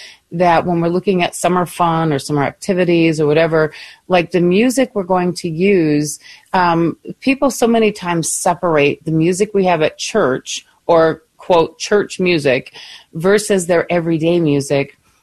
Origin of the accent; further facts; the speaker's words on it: Michigan, United States; I think of all of the outings that we did as children growing up in Michigan. You know, we were literally on the lake shore growing up. That was my home.